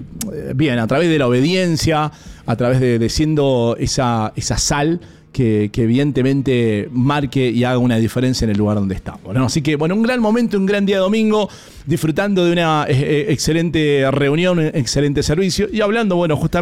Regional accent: Mendoza, Argentina; no lo digo porque soy mendocino

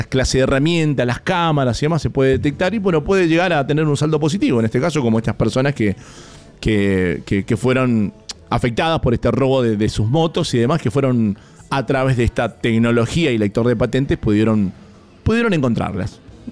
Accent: Mendoza, Argentina

